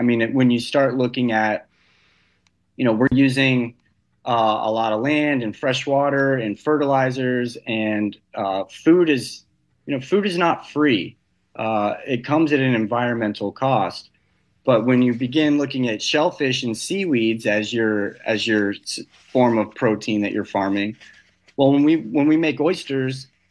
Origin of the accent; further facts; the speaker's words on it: Texas, United States; I'm from Texas originally, and I'll go back to visit my parents